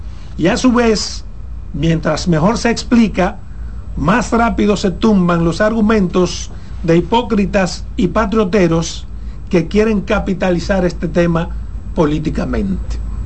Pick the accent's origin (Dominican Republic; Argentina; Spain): Dominican Republic; Pedernales; él sabe que yo soy de Pedernales.